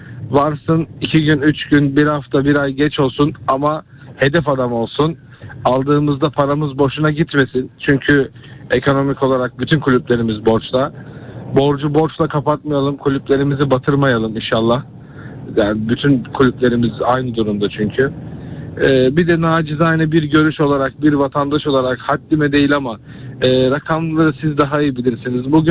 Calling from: Istanbul, Turkey; İstanbul Arnavutköy'den

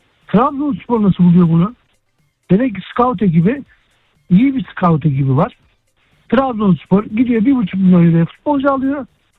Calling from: Istanbul, Turkey; İstanbul'dan arıyorum.

